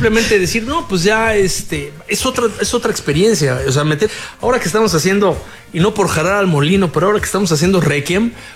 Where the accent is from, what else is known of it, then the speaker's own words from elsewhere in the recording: Mexico City, Mexico; born there; Nací en Tlatelolco.